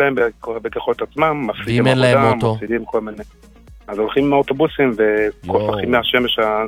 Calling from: Beit Shemesh, Jerusalem District, Israel

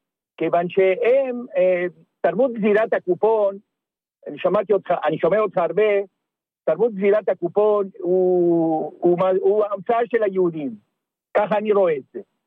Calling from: Holon, Tel Aviv District, Israel; ואני מחולון.

